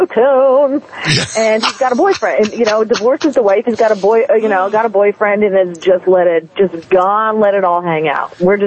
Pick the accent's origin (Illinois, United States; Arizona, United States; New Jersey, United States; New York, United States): New Jersey, United States; And I'm from the People's Socialist Republic of New Jersey